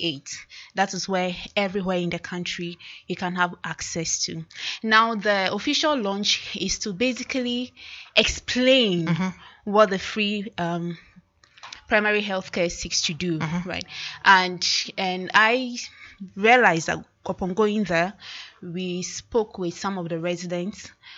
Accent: Ghana

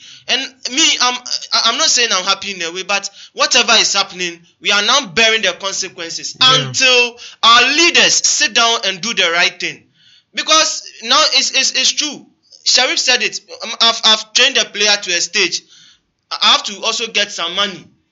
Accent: Ghana; as a Ghanaian, because we grew up watching coast football.

